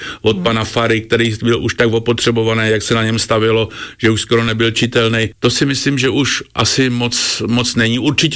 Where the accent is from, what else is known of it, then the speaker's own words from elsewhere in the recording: Moravia, Czechia; Ja mám na Slovensku stejne přátel ako u nás na Moravě nebo v Čechách, takže ja toto absolútne nevnímam.